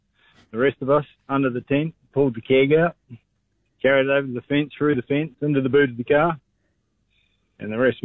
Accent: Christchurch, Canterbury, New Zealand; So I'm a Kiwi lad and grew up in the great town of Christchurch.

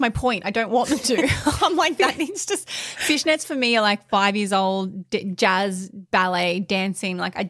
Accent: Port Macquarie, New South Wales, Australia; I'm from a small town. I was from Port Macquarie. That fashion did not make it up there and we did not have those stores.

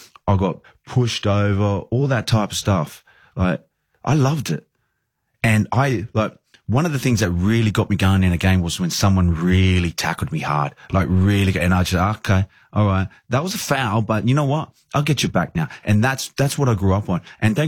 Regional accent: Australia; moved away; I knew coming over to Leeds that it wasn't going to be easy. You know, like I'm coming over as an Australian into an English setup

